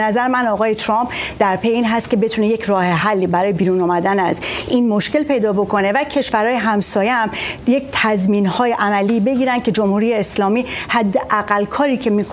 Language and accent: Persian; Iran; من به عنوان یک ایرانی